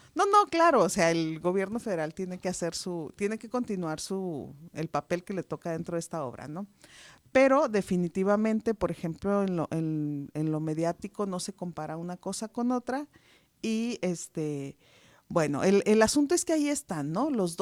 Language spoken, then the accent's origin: Spanish; Mexico; para nosotros como mexicanos